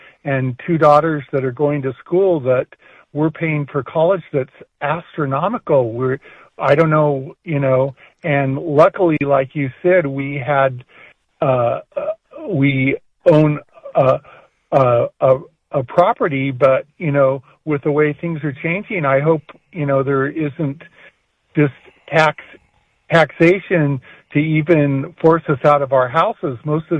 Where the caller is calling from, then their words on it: San Jose, California, United States; I'm a retired teacher in San Jose. I was a special ed educator, and I live in Silicon Valley